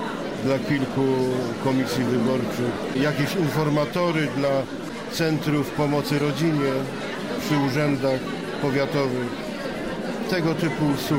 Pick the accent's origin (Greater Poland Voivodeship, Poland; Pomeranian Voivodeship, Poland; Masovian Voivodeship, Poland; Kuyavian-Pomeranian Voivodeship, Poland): Greater Poland Voivodeship, Poland; Ostrów Wielkopolski; Z Ostrowa Wielkopolskiego.